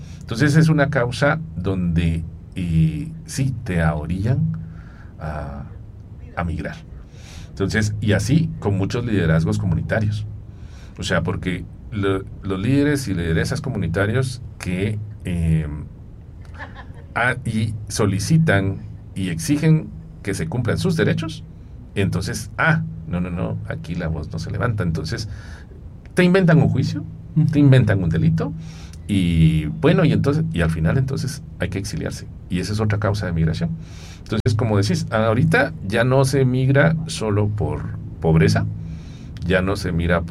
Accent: Guatemala; nosotros como guatemaltecos

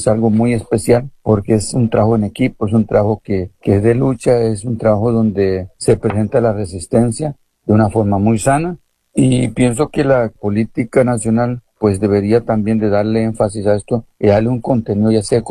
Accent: Talamanca, Limón, Costa Rica; aquí estamos nosotros, pueblo Bribri y Cabécar, somos una comunidad, Bribri y Cabécar, como hermanos

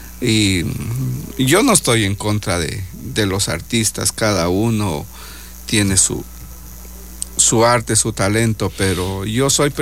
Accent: Changaimina, Loja, Ecuador; yo soy lojano, soy ecuatoriano, y esa es mi identidad. Soy, como dijeron, cholito de Changaimina. Así soy, seré y así moriré, porque ese con orgullo que llevo.

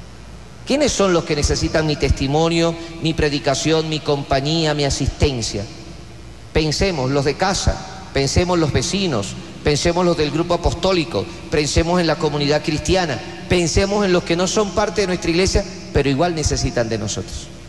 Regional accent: Venezuela; Venezuela somos los venezolanos.

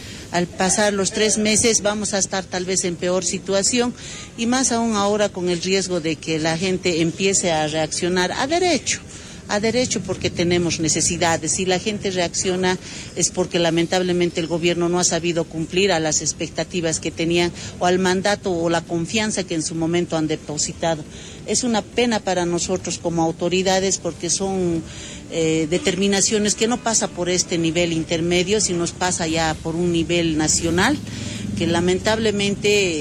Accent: Oruro, Bolivia; Lo que nosotros necesitamos como bolivianos, como orureños, es una solución estructural.

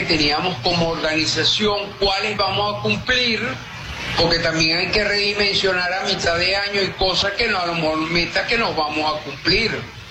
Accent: Venezuela; Como venezolano, yo creo que uno de nuestros altos valores que nosotros tenemos en esos genes es eso que llamamos solidaridad

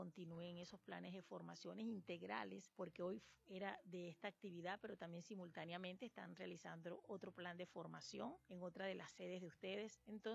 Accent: Venezuela

